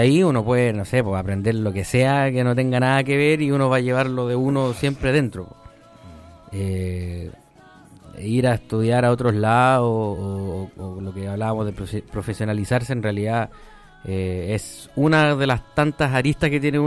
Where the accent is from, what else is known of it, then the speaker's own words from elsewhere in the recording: Curicó, Maule, Chile; como curicanos, como maulinos, qué sé yo, a la larga como chilenos igual